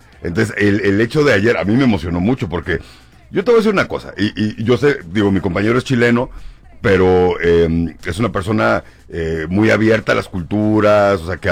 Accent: Tijuana, Baja California, Mexico; now in Las Vegas, United States; Yo tengo que escasos 2 meses aquí en Las Vegas. Yo lo dije ayer, soy de Tijuana, Baja California, con mucho orgullo.

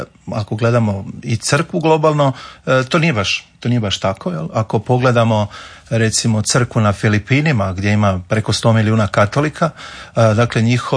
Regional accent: Croatia

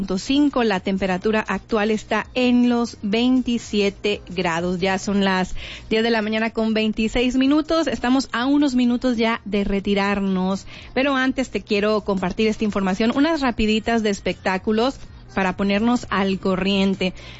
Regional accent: Piedras Negras, Coahuila, Mexico; la gente que nacimos y crecimos en Piedras Negras, y luego que a lo mejor hemos tenido oportunidad de vivir, ya sea por trabajo o lo que sea, en otra ciudad

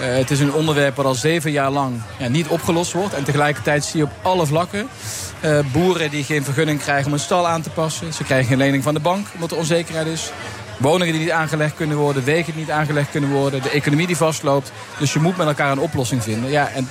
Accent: Limburg, Netherlands; Hebben wij daar iets mee te maken als Limburgers of dat niet?

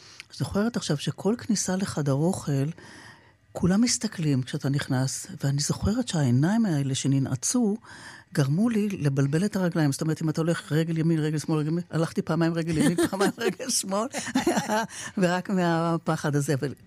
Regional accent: Northern District, Israel; אני גדלתי, נולדתי בקיבוץ קברי

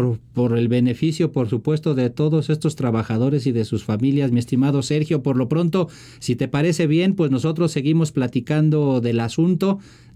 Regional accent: Mexico

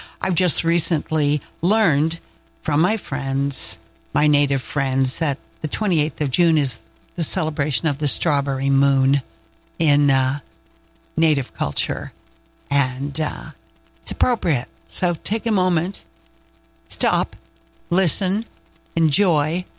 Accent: the Maritimes, Canada; born there; moved away; I'm from the East Coast

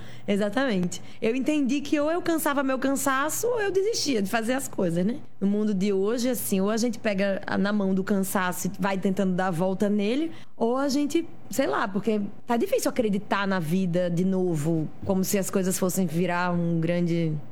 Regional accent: Natal, Rio Grande do Norte, Brazil; moved away as an adult; now in Southeast Brazil; eu sou do Rio Grande do Norte, mais especificamente de Natal. Saí de Natal há alguns anos para morar no Sudeste

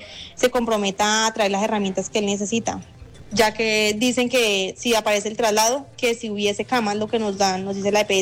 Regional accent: Rovira, Tolima, Colombia; soy de Rovira.

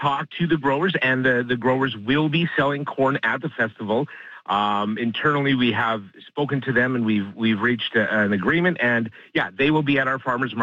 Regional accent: Morden, Manitoba, Canada; born or raised there

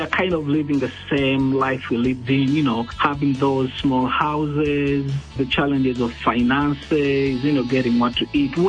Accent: Uganda; So in a nutshell, life was extremely hard growing up in Uganda.

